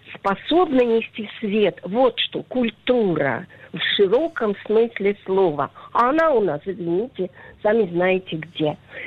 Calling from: Izhevsk, Udmurtia, Russia; Я из Ижевска звоню.

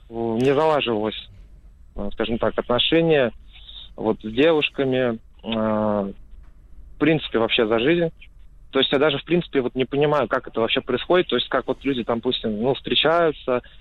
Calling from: Sochi, Krasnodar Krai, Russia; 26 лет, вот я из Сочи

